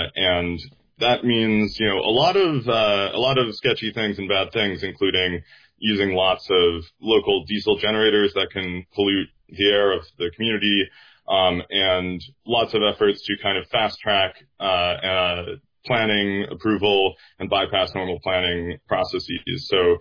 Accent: Duluth, Minnesota, United States; And I can tell you about a story from my hometown, Duluth, Minnesota.

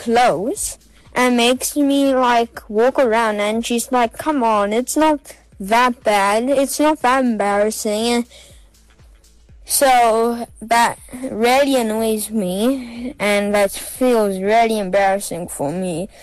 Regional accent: Cape Town, Western Cape, South Africa; from Cape Town. 8 years old.

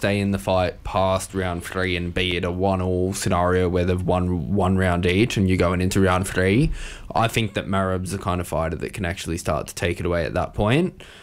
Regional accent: Australia; As an Australian, obviously, we back him all the way.

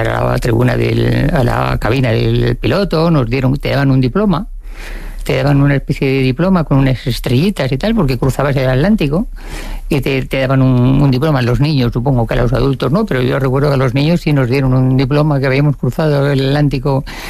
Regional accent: Madrid, Community of Madrid, Spain; yo soy de Madrid, entonces no soy nacida cerca del mar.

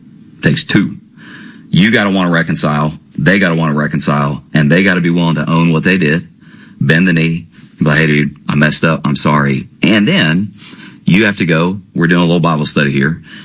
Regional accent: Kentucky, United States; I grew up in Kentucky

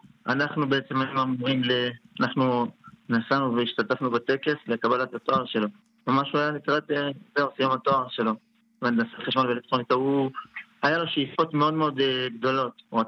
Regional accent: Ashdod, Southern District, Israel; כי אנחנו מאשדוד

